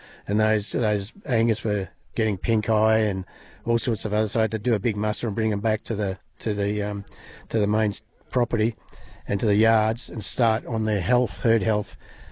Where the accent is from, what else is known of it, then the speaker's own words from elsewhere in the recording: Western Australia, Australia; Well, I come from the Kimberley. I reckon still Kimberley ringers are better.